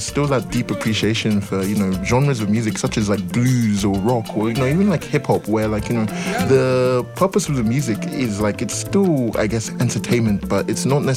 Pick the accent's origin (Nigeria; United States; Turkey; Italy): Nigeria; I think for me, you know, growing up in Nigeria, like, you know, highlife wasn't, I guess, it was still isn't really valued as much as it once used to be.